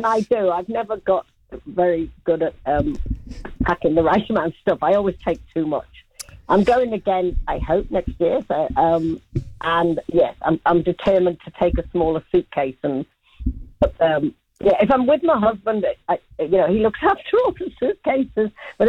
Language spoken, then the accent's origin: English; Liverpool, North West England, United Kingdom; now in Australia; I'm from Liverpool. I definitely don't talk proper.